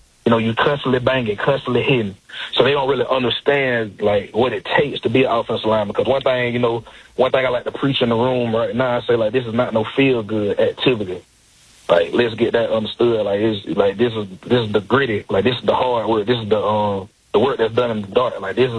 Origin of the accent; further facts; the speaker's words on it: Georgia, United States; I'm originally from South Georgia, like